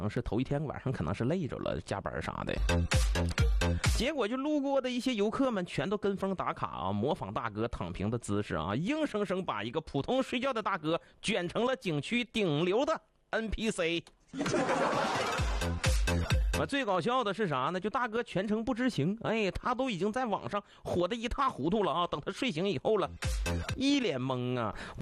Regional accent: Northeast China, China; 作为东北人大伙儿都觉得哎呀我东北人，我对自己家乡我太熟了

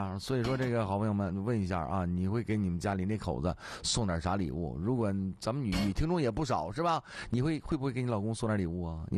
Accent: China

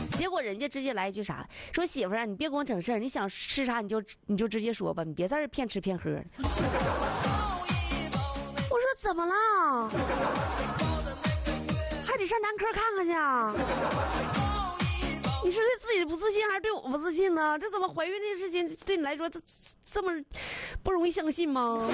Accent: Northeast China, China; 作为东北人

